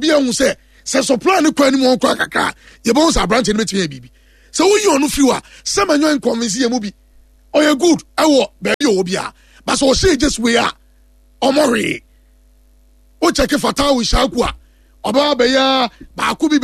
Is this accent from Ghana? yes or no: yes; Ghana; As a Ghanaian, I'll be happy to see us here.